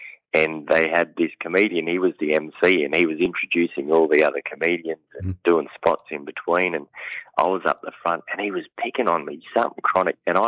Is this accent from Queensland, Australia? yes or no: yes; Queensland, Australia; yes, you're right, I'm from Queensland.